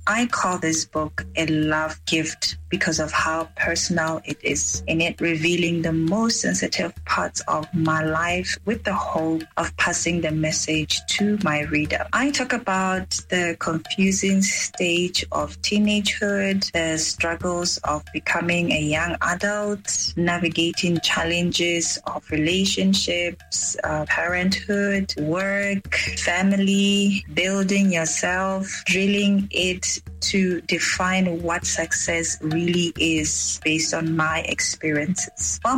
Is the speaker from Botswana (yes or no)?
yes; Botswana; As a young Botswana born and bred in Botswana, my history has made a great impact in my life.